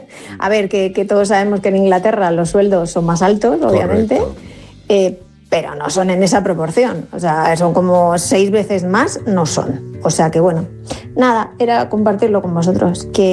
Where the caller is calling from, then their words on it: Cercedilla, Community of Madrid, Spain; Buenas tardes … de Cercedilla, Madrid.